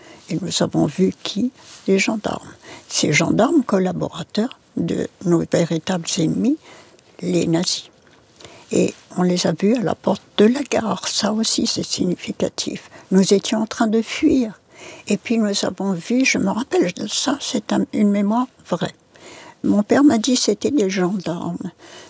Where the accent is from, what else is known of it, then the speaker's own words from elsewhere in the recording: Paris, Île-de-France, France; born there; first language Yiddish; French is a second language; also born or lived in Slonim, Belarus; Je suis née à Paris, mais émigrée à Slonim d'abord, puis ramenée en France.